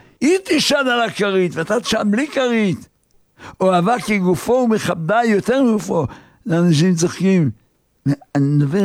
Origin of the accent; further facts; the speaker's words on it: Haifa, Haifa District, Israel; אני גדלתי בחיפה.